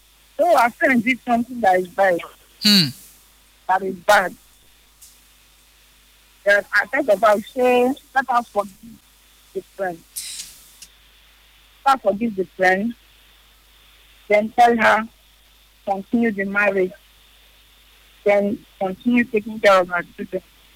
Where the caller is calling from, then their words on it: Port Harcourt, Rivers, Nigeria; I'm calling from Port Harcourt.